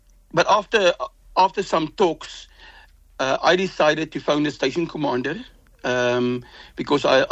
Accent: South Africa; it is any citizen's right as a South African citizen to lay a charge at any police station

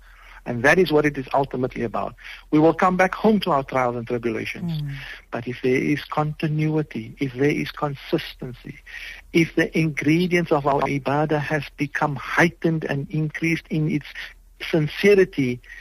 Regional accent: Cape Town, Western Cape, South Africa; I come from a home of simplicity. I come from Athlone, where our parents did what they had to do to make sure we could get our decent education.

